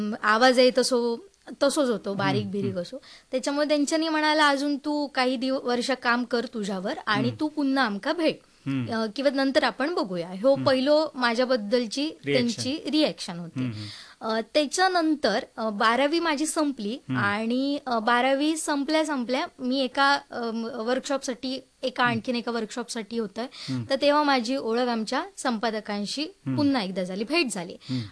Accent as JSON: {"language": "Marathi", "town": "Aros", "region": "Maharashtra", "country": "India", "tie": "born or raised there", "moved": "as an adult", "lives_now": "Sawantwadi, India", "said": "मी मूळचा आरोस गावचा, आरोस दांडेली माझा गाव सावंतवाडी तालुक्यातच पडतात, जवळपास सावंतवाडीतून 16 किलोमीटर ह्या लांब असा."}